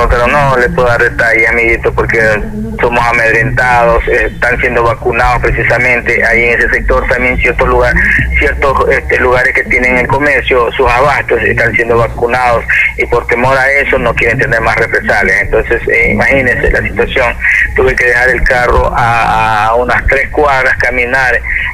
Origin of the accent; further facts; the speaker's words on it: Ecuador; claro que somos ecuatorianos, yo soy ecuatoriano